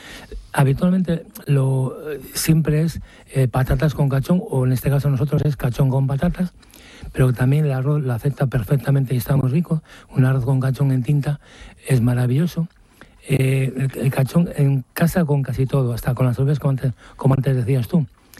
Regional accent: Maliaño, Cantabria, Spain; como nos llaman cachoneros a los que somos de Maliaño

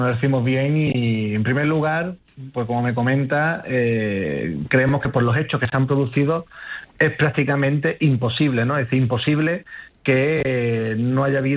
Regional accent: Ceuta, Spain; yo personalmente como ceutí, como español, pues muy decepcionado con el gobierno.

